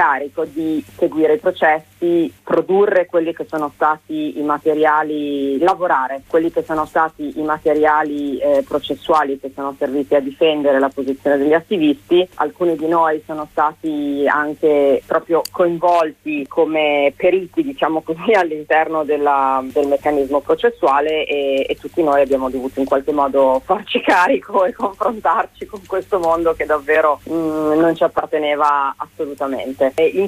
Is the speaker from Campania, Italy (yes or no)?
no; Bologna, Emilia-Romagna, Italy; lo dico da bolognese, insomma da bolognese, da traduzione.